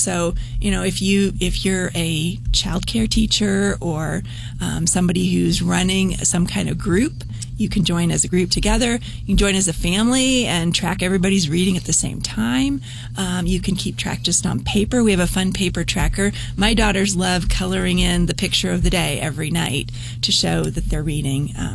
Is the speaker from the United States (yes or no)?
yes; Oklahoma, United States; But I did summer reading programs as a kid. I grew up in Oklahoma.